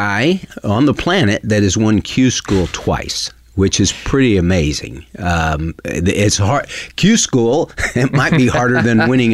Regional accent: Texas, United States

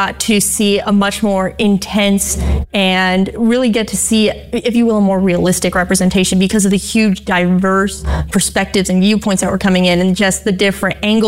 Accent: Idaho, United States; Now, I may be a little bit biased because I am from Idaho, and I have only been to the Idaho Capitol before

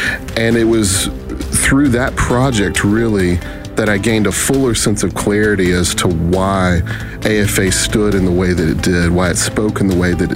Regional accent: Tupelo, Mississippi, United States; moved away as an adult; I grew up in Tupelo

